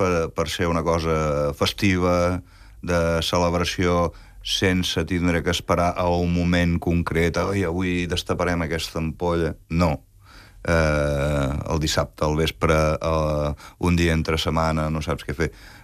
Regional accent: Catalonia, Spain; No, som catalans, estem a Catalunya, fem coses de catalans.

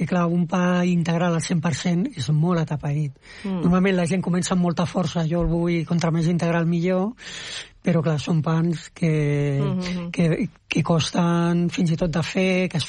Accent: Barcelona, Catalonia, Spain; Amb la migració al meu barri, un barri migratori fins i tot avui, aleshores venia molta gent de pobles on el pa no era el pa blanc que havia a Barcelona, no?

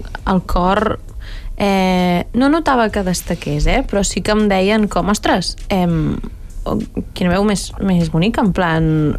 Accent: Valls, Catalonia, Spain; born or raised there

